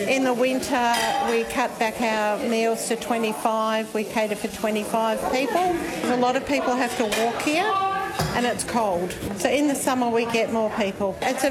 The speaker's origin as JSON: {"language": "English", "town": "Melbourne", "region": "Victoria", "country": "Australia", "lives_now": "Sale, Australia", "said": "I'm originally from Melbourne, and I've lived in Sale for 9 years."}